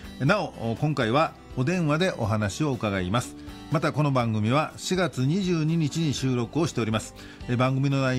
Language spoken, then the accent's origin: Japanese; Kyoto, Japan; born there; 京都の生まれ